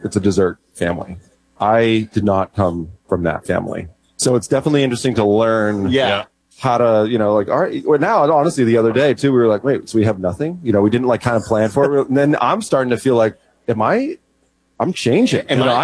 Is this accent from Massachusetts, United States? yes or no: yes; Massachusetts, United States; also born or lived in Vermont; now in California, United States; I was from Massachusetts, or am from Massachusetts. Lived in Vermont for a long time.